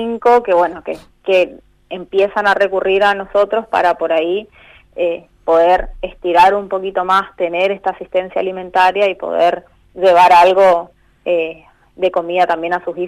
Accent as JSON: {"language": "Spanish", "country": "Argentina", "said": "como somos los argentinos resilientes y también vamos a poder salir de esta situación"}